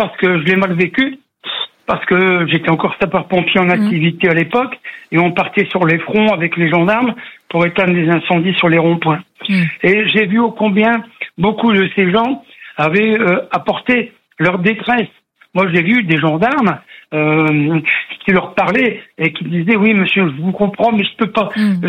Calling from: Templeuve-en-Pévèle, Hauts-de-France, France; Temple en Pévèle.

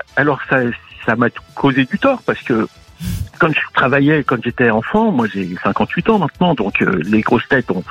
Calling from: Île-de-France, France; Du Val d'Oise.

